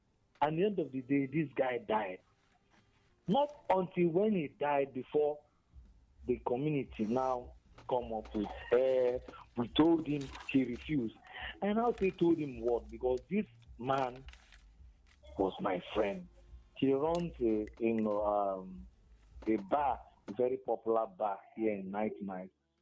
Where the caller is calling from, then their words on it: Enugu State, Nigeria; I've been in Enugu State for getting to 20 years now